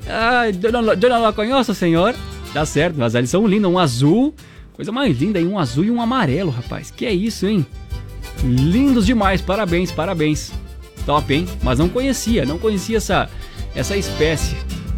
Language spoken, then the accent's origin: Portuguese; Xaxim, Santa Catarina, Brazil; moved away; eu que sou de Xaxim, voto ainda em Xaxim.